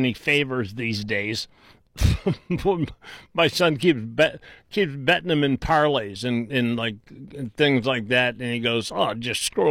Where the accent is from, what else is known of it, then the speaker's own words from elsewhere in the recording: Willowick, Ohio, United States; Because I grew up on the east side. I grew up in Willowick. I grew up in Lake County.